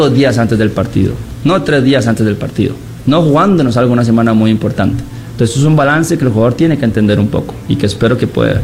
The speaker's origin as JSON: {"language": "Spanish", "country": "Costa Rica", "said": "nosotros no tenemos ejército en Costa Rica, pero de cierta manera somos el ejército de Costa Rica, representando al país por medio del fútbol."}